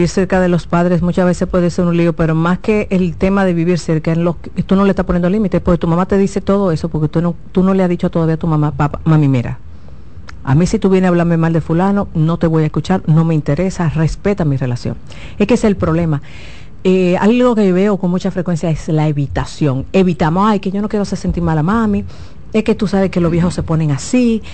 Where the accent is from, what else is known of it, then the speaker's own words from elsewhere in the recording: Dominican Republic; Como buena dominicana soy muy puntual